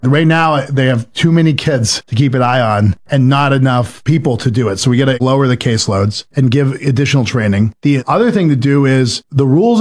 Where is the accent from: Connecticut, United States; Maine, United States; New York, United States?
Maine, United States; Patten; my hometown of Patton, Maine